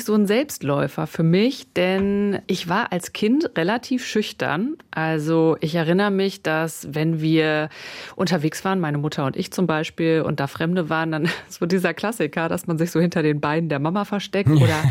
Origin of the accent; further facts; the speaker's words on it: North Rhine-Westphalia, Germany; moved away; ich komme ursprünglich aus dem Sauerland. Und im Sauerland ist das nicht so wie in den Großstädten.